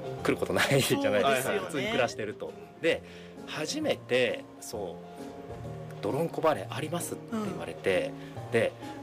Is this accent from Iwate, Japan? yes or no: yes; Yahaba, Iwate, Japan; moved away as an adult; also born or lived in Tokyo; now in Ninohe, Japan; 出身僕岩手の矢巾なんですよ。